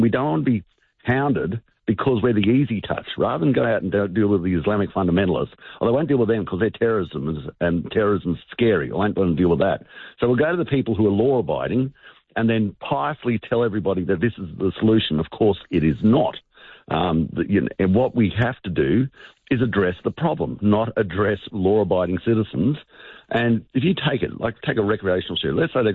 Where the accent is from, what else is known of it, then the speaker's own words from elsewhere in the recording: Australia; how I live as an Australian, a big part. There are so many people who this is part of their recreational pursuit. I live on the country.